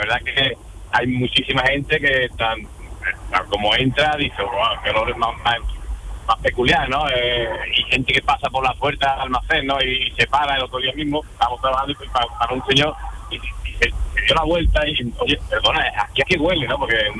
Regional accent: La Puebla del Río, Andalusia, Spain; Desde yo vivo en la Puebla del Río, que soy de natural de Puebla del Río.

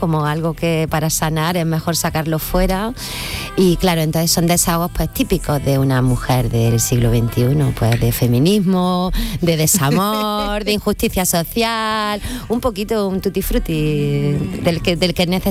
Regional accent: Jaén, Andalusia, Spain; yo soy de Jaén, yo me he vestido de gitana de pequeña

